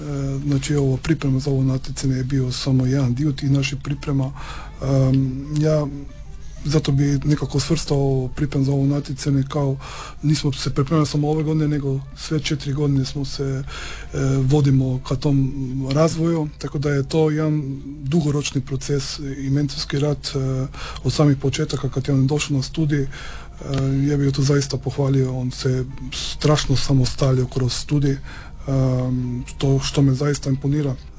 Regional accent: Slovenia; now in Croatia; inače dolazim iz Slovenije, ali evo, studijski putevi su me nekako naveli na to da sam ostao evo tu u Istri i u Hrvatskoj.

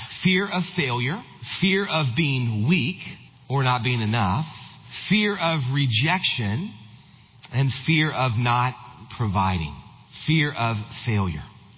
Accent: Louisiana, United States; I grew up in South Louisiana, in a bayou right by our house

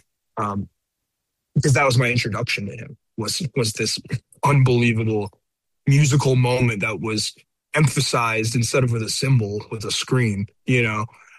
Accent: Chicago, Illinois, United States; born or raised there; moved away as an adult; now in Nashville, United States

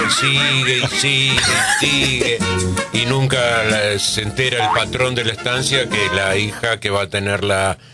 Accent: Buenos Aires, Argentina; moved away; Atajé en Ferro y mi parte grande de mi infancia fue en Caballito.

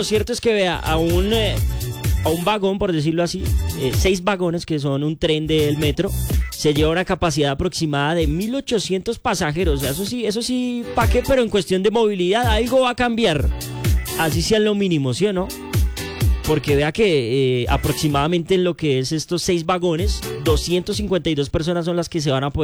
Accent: Bogotá, Colombia; yo que soy rolo

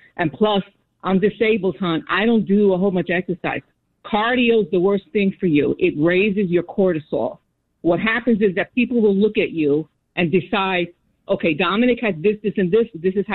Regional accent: New York City, New York, United States; I'm from Washington Heights in the Bronx.

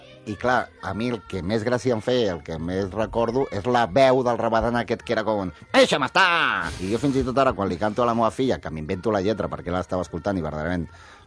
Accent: Barcelona, Catalonia, Spain; also born or lived in Figueres; jo m'he criat al Vall del Bronx.

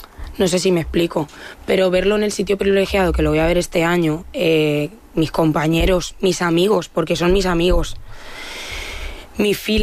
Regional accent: Villena, Valencian Community, Spain; born there; moved away as an adult; otros años pues a lo mejor he estado un mes y medio sin bajar a casa, porque como trabajo fuera, pero yo mi sentimiento de mi pueblo y de mis fiestas, vamos, eso está intacto.

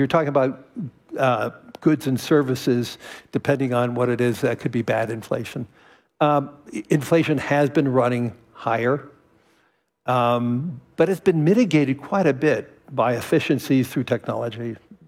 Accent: Los Angeles, California, United States; now in New York City, United States; I was born and raised in Los Angeles. New York's my adopted home.

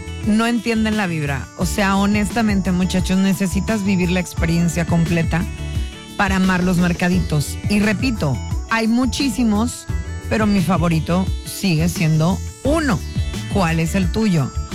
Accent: Ciudad Valles, San Luis Potosí, Mexico; moved away; ¡Ay, un Zacahuil de mi tierra hermosa, preciosa! Si yo no voy a Valles, Valles viene a mí.

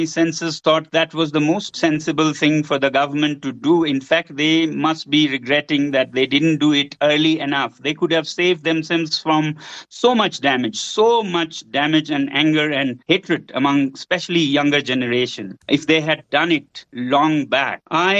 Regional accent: Ladakh, India

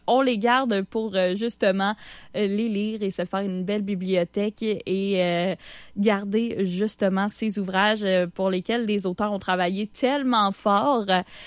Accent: Quebec, Canada; On était là, on voulait acheter des livres qui ont été écrits ici chez nous au Québec.

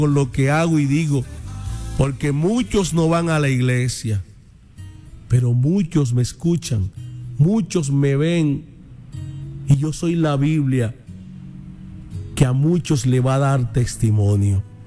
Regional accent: Arjona, Andalusia, Spain; Yo crecí en una calle en Arjona, donde en mi casa había una señora que se congregaba en la iglesia.

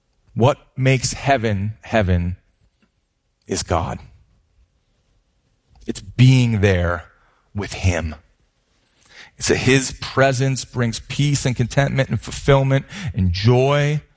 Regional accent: Lake Elmo, Minnesota, United States; born or raised there

